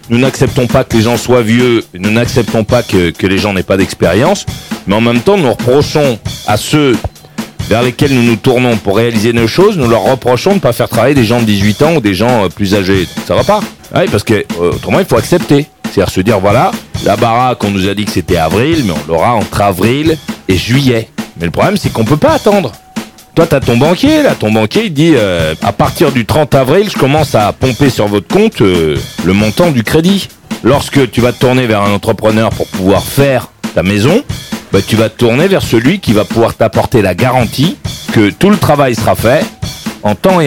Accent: France; chez nous en France, dans notre pays

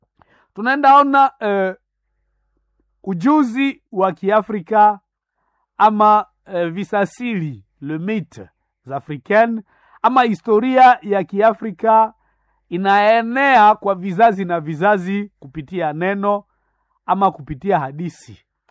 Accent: North Kivu, DR Congo

